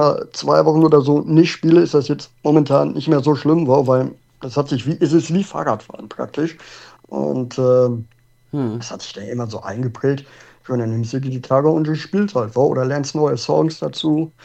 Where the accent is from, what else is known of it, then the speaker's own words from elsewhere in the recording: Herscheid, North Rhine-Westphalia, Germany; Ja, ich komme aus dem schönen kleinen Dorf, sag ich mal, Gemeinde Herscheid im Sauerland. Mhm. Und genau, da lebe ich jetzt seit über 16 Jahren schon.